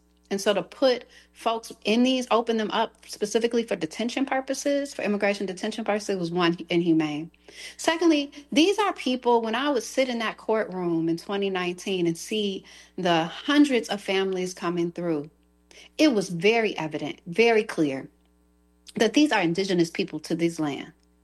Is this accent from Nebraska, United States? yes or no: no; Jackson, Mississippi, United States; That was based in Mississippi, specifically in my hometown, Jackson, Mississippi, where since I was a child, I can remember protesting outside of the only abortion clinic in Jackson, Mississippi.